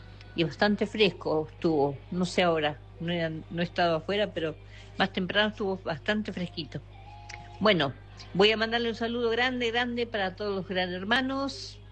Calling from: Saladillo, Buenos Aires Province, Argentina; de Saladillo.

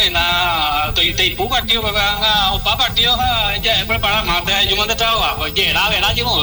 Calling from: Barcelona, Catalonia, Spain; Centro de Barcelona, Plaza Cataluña.

